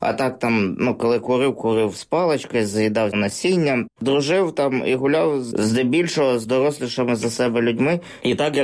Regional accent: Vyshneve, Kyiv Oblast, Ukraine; Народився в Києві, потім десь через півроку бабуся отримала квартиру, ми переїхали жити у Вишневе. З самого дитинства я живу у Вишневе.

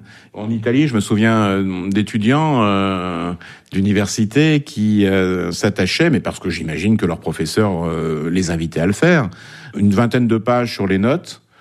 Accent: France; nous sommes français tous les deux et on n'a pas la même l'appréciation de la situation.

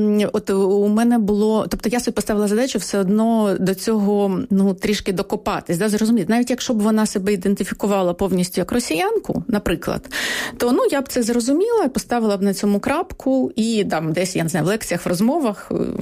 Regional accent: Kyiv, Ukraine; От я теж киянка, і теж за мамою у мене тут багато поколінь були кияни

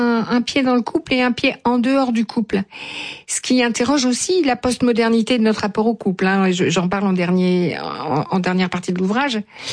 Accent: France; puisque je suis française et que c'est ici que je consulte

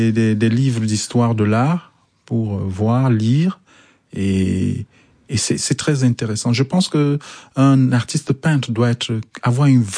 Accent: Cameroon; Chez nous, au Cameroun, on appelle les librairies au poteau.

